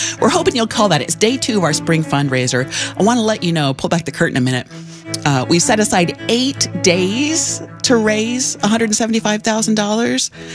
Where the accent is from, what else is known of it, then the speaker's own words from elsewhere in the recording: Indiana, United States; moved away; my home state. Represent Indiana. Fellow Hoosier